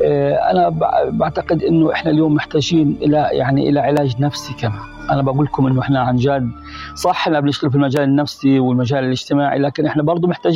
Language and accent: Arabic; Gaza Strip, Palestine; يعني إحنا كفلسطينيين اليوم في غزة إحنا مدمرين نفسيا، مدمرين اجتماعيا، مدمرين اقتصاديا.